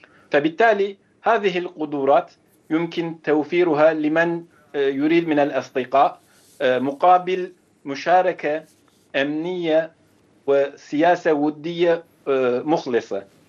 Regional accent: Turkey; نحن كشعب تركي وكحكومة التركية

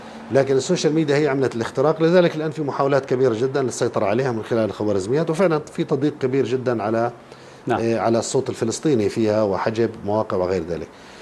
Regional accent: Palestine; واحنا احنا كفلسطينيين الان لا يوجد لدينا حقوق تحت الاحتلال.

